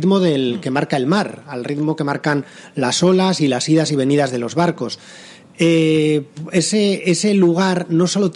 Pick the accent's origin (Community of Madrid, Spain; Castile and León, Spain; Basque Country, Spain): Basque Country, Spain; San Sebastián; yo he vivido toda mi vida en Gros, ahora vivo en Ayete, pero yo soy de Gros